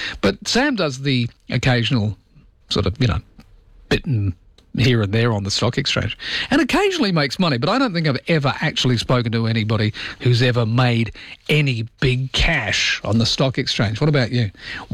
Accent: South Africa; When I was in when I grew up in South Africa

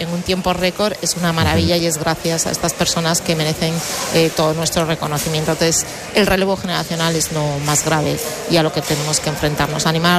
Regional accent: Galicia, Spain; yo que soy gallega

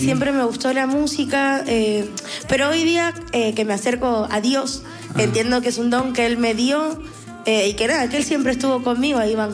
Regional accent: Buenos Aires, Argentina; Claro, porque yo soy de Chicago, ¿viste?

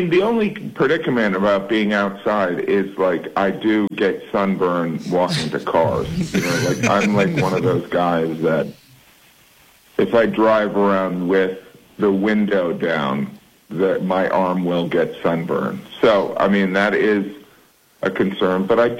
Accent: Indiana, United States; Well, you know, I'm Midwestern too, so I'm from Indiana

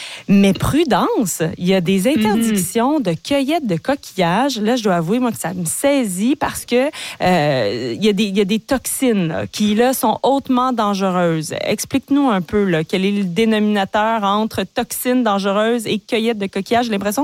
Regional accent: Quebec, Canada; chez nous, en Mauricie, là, puis au centre du Québec

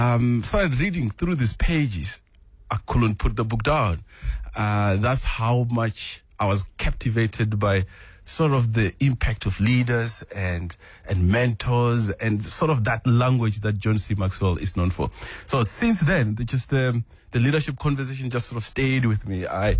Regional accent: Habegwa Chauru, Limpopo, South Africa; It might sort of date back from a very, very young age. I grew up in Venda in a village called Habegwa Chauru.

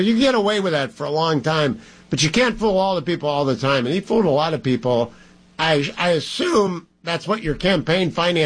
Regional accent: Youngstown, Ohio, United States; Now, I am from the beating heart of Ohio, the land, Warren, Youngstown, Steel Valley

